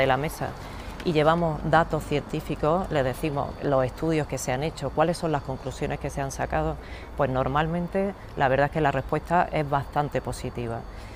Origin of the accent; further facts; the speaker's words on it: Pozo Alcón, Andalusia, Spain; Como saben, yo soy de Jaén, soy de Pozo Alcón, soy poceña